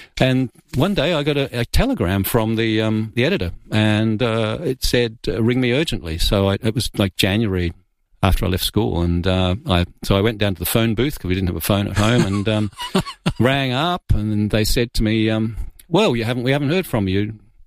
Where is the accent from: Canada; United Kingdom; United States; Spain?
United Kingdom; England; born there; Yeah, because I was born in England. I didn't have a British passport.